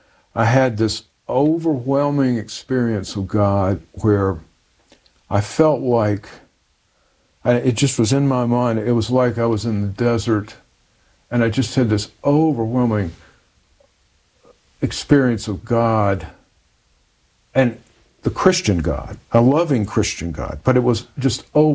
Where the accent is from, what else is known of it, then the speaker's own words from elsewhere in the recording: the South, United States; I grew up in the South, you're Protestant or Catholic.